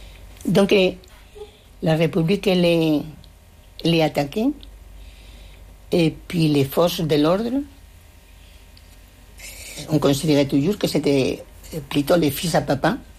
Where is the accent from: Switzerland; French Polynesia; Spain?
Spain; Madrid, Community of Madrid; French is a second language; moved away as an adult; now in Paris suburbs, France; Je suis née à Madrid, dans une famille de 11 enfants. C'est moi l'aîné. Moi, je continue à dire que c'était des familles des immigrés espagnols, puisque mes parents, ils venaient d'une région